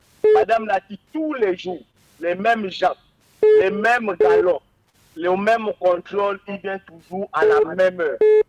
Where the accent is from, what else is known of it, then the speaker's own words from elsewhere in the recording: Gabon; en tant que Gabonais, en tant qu'Africain, et en tant qu'homme vivant dans ce monde